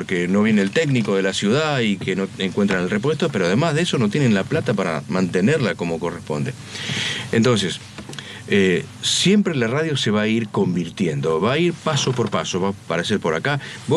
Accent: Argentina; moved away

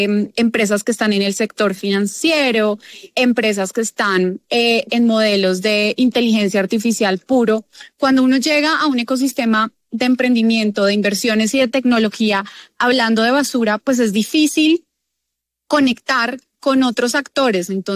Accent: Bogotá, Colombia; yo nací en Bogotá, he vivido acá todo el tiempo

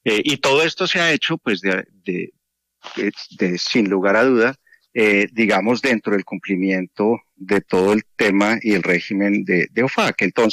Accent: Colombia; Uno cuando llega como colombiano y con una compañía colombiana como lo es GeoPark, pues siente uno eso, ¿no?

